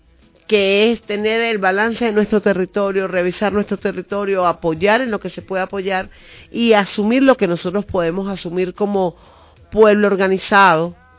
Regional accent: Venezuela; somos venezolanas y venezolanos

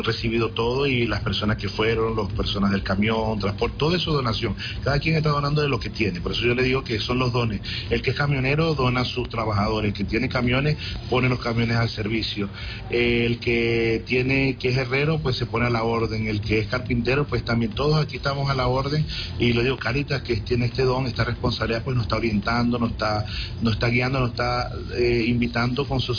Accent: Venezuela; vamos a pasar nosotros meses apoyando, ayudándonos como pueblo venezolano.

